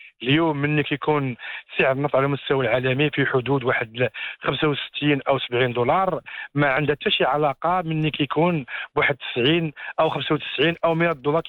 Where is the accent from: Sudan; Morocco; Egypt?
Morocco; المفارقة الكبيرة اللي عندنا في المغرب